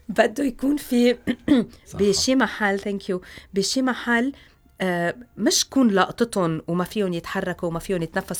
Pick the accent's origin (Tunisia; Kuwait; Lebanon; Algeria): Lebanon; نحن كلبنانيه